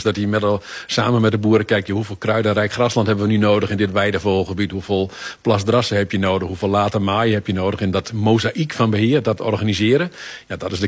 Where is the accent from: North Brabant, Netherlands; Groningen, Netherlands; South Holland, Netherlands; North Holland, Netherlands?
Groningen, Netherlands; in het noorden van Nederland, waar ik vandaan kom, en ik kom uit Groningen